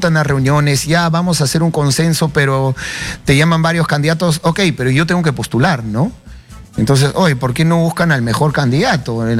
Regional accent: Peru

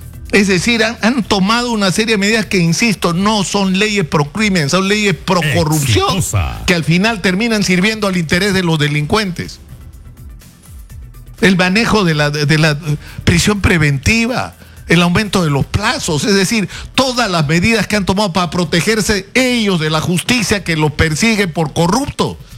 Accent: Peru; los peruanos no somos como la mayoría de esta gente en el Congreso.

